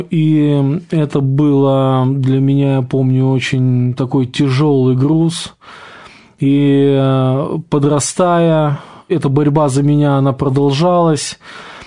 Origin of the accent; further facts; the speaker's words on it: Smolensk, Smolensk Oblast, Russia; я сам родом со Смоленска. Улица такая Автозаводская, меня там многие знают.